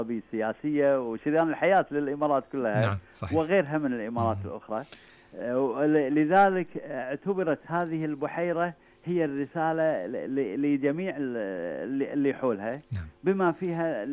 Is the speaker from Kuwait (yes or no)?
yes; Kuwait